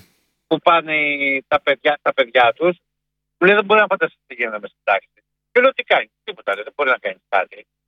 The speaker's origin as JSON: {"language": "Greek", "town": "Thebes", "region": "Central Greece", "country": "Greece", "tie": "born or raised there", "moved": "yes", "lives_now": "Larissa, Greece", "said": "Εγώ ζω στη Λάρισα, αλλά μεγάλωσα στη Θήβα."}